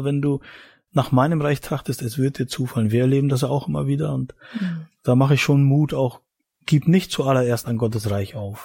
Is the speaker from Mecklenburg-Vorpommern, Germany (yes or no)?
yes; Mecklenburg-Vorpommern, Germany